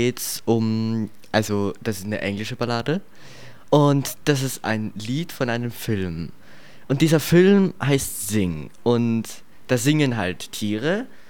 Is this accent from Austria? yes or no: yes; Bad Goisern, Upper Austria, Austria; Ich komme aus Bad Gäusern.